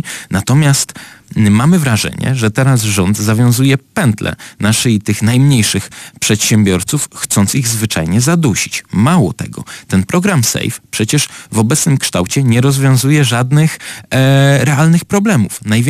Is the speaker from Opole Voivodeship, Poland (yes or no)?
yes; Opole Voivodeship, Poland; u nas na Opolszczyźnie